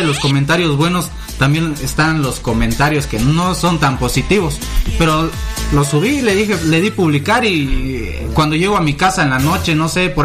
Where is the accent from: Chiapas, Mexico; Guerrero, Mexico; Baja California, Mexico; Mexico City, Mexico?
Chiapas, Mexico; Copainalá; Y en mi pueblo, en Copainalá, Chiapas, yo vendo tortas.